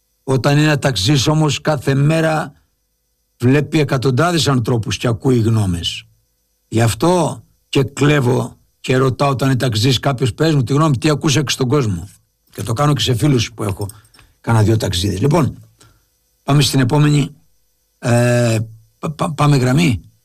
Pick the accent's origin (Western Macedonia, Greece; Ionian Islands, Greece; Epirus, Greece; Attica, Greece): Ionian Islands, Greece; Lefkada; εγώ είμαι από Λευκάδα.